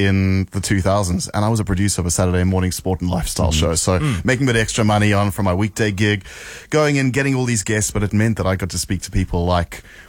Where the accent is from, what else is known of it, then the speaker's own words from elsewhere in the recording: South Africa; Yeah, I'm from South Africa, as you can hear in my accent.